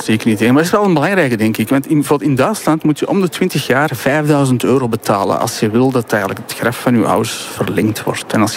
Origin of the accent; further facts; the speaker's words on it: Flanders, Belgium; Kijk, als Vlaamse Turk heb ik begrafenissen meegemaakt van Vlamingen, maar ook van Turken.